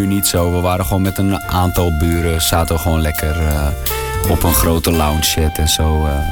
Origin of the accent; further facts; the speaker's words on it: Amsterdam, North Holland, Netherlands; moved away as an adult; now in Huizen, Netherlands; En ik kom zelf uit Amsterdam-Noord.